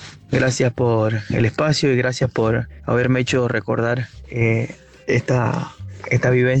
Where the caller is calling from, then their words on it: San Rafael, Mendoza, Argentina; soy de Mendoza, de San Rafael.